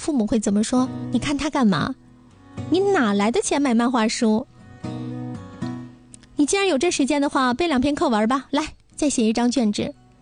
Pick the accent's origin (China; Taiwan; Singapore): China